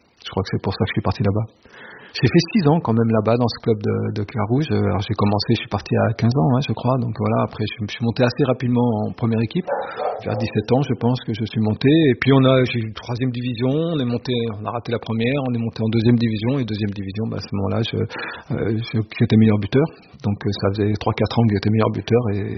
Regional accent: Auvergne-Rhône-Alpes, France; born there; mon petit village où je suis né en Haute-Savoie.

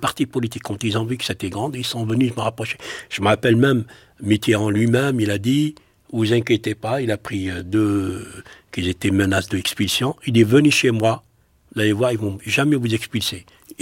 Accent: Algeria; moved away

